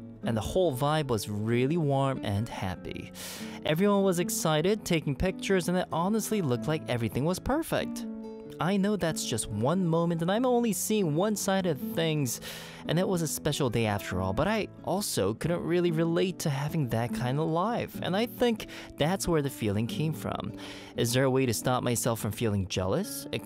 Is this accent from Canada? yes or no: yes; Montreal, Quebec, Canada; now in South Korea; So I was raised in Montreal